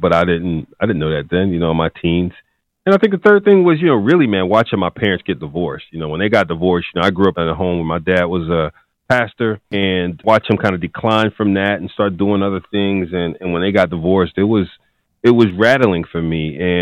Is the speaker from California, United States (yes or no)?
no; Philadelphia, Pennsylvania, United States; Well, you know, North Philly was tough back then. Athens Butler was considered at that time, man, the drug capital of the world, at least the United States. And I was one of those kids, I think, not unlike many, that had a rough childhood